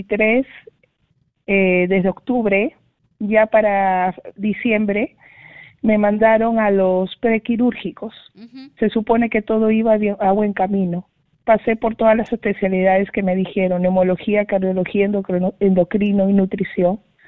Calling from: Lima, Peru; Me llamo de acá, de Lima, en el distrito de San Miguel.

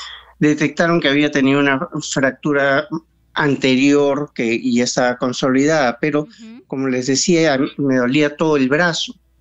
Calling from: Lima, Peru; Bueno, desde Surquillo.

